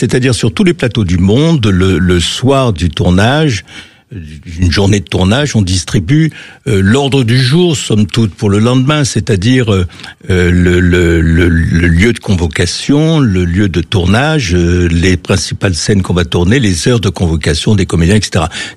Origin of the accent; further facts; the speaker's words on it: Marseille, Provence-Alpes-Côte d'Azur, France; moi-même je suis marseillais